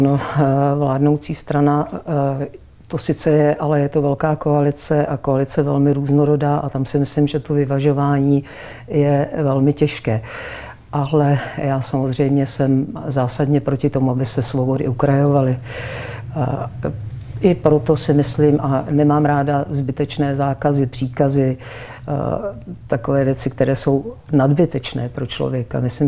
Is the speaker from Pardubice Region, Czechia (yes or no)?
yes; Česká Třebová, Pardubice Region, Czechia; now in Prague, Czech Republic; Jsem z České Třebové pocházím.